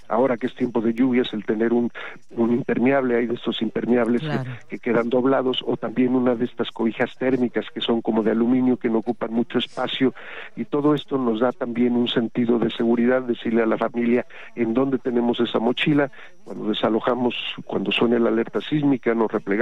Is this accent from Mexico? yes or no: yes; Mexico